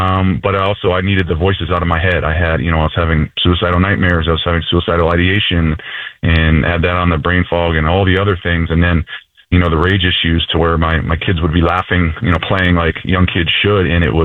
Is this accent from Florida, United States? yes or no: no; Iowa, United States; I was born and raised in Iowa.